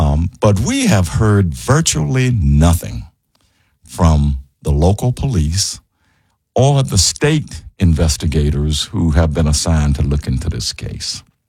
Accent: Como, Mississippi, United States; moved away; I'll be in my hometown of Como, Mississippi

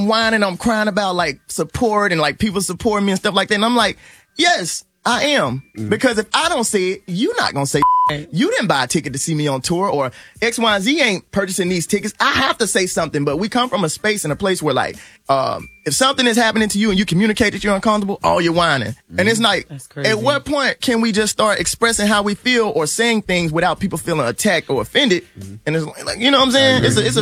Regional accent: Jackson, United States; I'm just like, I'm from Jackson.

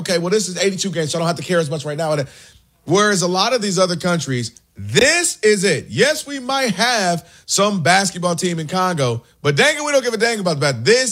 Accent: Ann Arbor, Michigan, United States; What I mean is, so I'm from Ann Arbor, outside of Detroit.

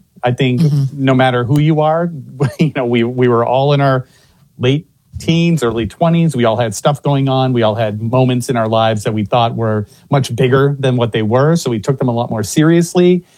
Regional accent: New Hampshire, United States; born there; now in Massachusetts, United States; I was born in New Hampshire. I'm familiar with the White Mountains.

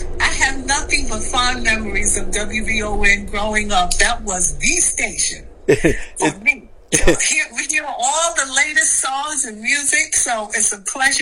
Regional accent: Chicago, Illinois, United States; moved away; growing up in Chicago, South Side

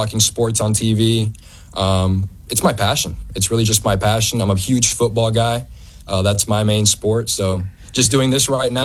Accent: Florida, United States; now in Arkansas, United States; So I'm a junior here at the University of Arkansas. I'm from Florida originally, so I'm still more or less learning all the culture and all the ropes of Arkansas sports.

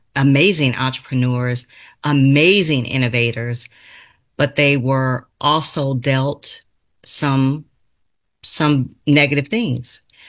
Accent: Los Angeles, California, United States; I come from Los Angeles, California.

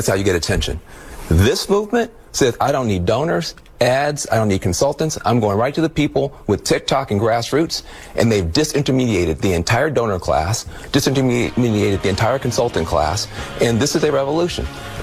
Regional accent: Jackson, Tennessee, United States; This is a whole ball of wax. I'm from Jackson, Tennessee.

